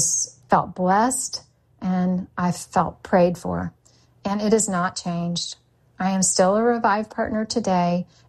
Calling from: Texas, United States; I'm from Texas

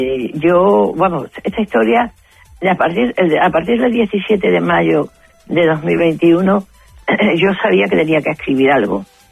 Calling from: Ceuta, Spain; me dice, me han dicho que eres de Ceuta

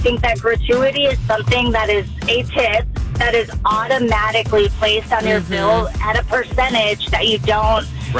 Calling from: Overland Park, Kansas, United States

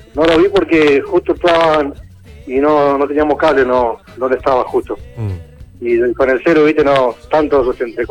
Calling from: Isidro Casanova, Buenos Aires Province, Argentina; Isidro Casanova.

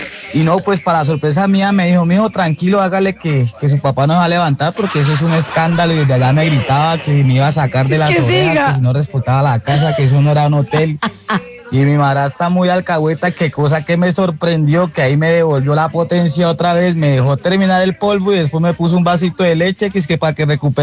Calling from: Bucaramanga, Santander, Colombia; saludita desde Bucaramanga

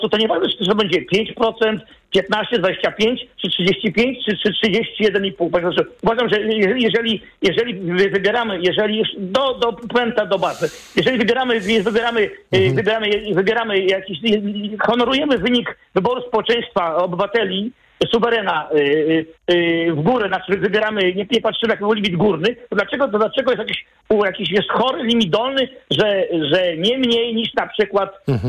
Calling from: Wrocław, Lower Silesian Voivodeship, Poland; u nas w Wrocławiu były dwa nieudane próby referendum odwołania naszego prezydenta.

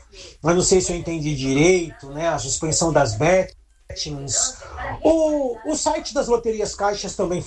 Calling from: São Paulo, Brazil

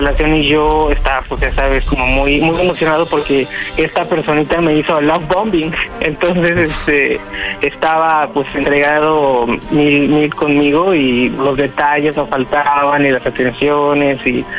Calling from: Guadalajara, Jalisco, Mexico; tengo 37 años y soy de Guadalajara.

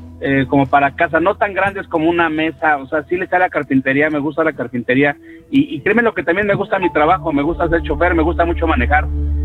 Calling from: Nezahualcóyotl, State of Mexico, Mexico; De Ciudad Neza

